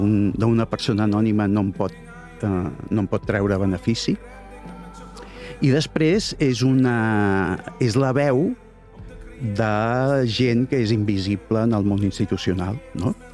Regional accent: Cornellà de Llobregat, Catalonia, Spain; Jo soc de Cornellà i a Cornellà els grafits han estat en la meva vida des de que vaig néixer.

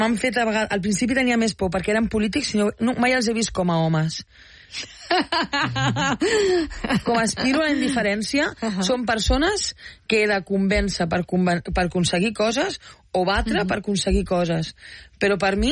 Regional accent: Tarragona, Catalonia, Spain; jo sóc com tu, de Tarragona

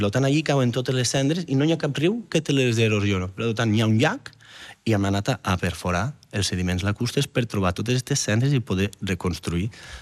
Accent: Batea, Catalonia, Spain; Jo de Batea, que som de secà, que no hi ha volcans, però sí.

